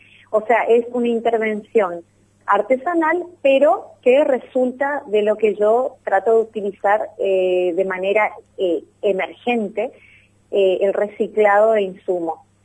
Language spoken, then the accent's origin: Spanish; Argentina; Si bien todos somos argentinos, cada zona tiene un determinado tipo de insumo, un determinado tipo de fibras vegetales.